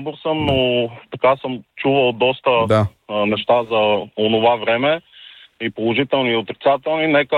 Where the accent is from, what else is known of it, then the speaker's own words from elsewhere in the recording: Sofia, Sofia City, Bulgaria; Здравейте … съм от София.